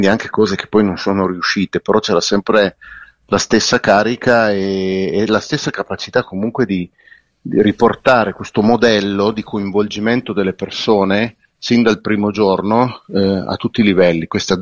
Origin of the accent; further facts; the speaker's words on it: Bra, Piedmont, Italy; Io sono di Bra, prima di tutto, e quindi come Carlo sono nato e cresciuto in questa cittadina un po' particolare e curiosa.